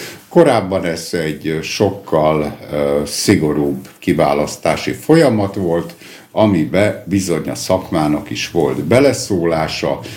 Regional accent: Mohács, Baranya, Hungary; born there; also born or lived in Moscow, Russia; Mohácson születtem, tehát vegyük úgy, hogy mohácsi, de miután 17 évet éltem Moszkvában, először azt mondták, hogy a mazohista, aztán azt mondták, hogy a moszkvai.

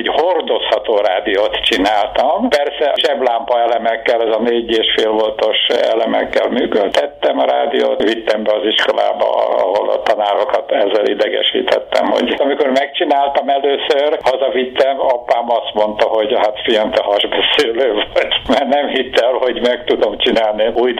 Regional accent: Békéscsaba, Békés, Hungary; 1939-ben, március 4-én születtem Békés Csabán.

